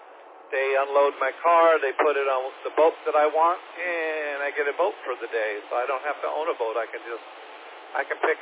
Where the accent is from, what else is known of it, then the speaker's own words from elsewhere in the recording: California, United States; now in Texas, United States; I'm from California originally, been here for about 25 years